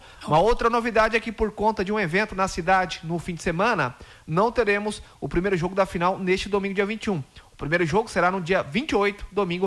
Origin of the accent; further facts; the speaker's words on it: Santa Catarina, Brazil; Eu sou catarinense.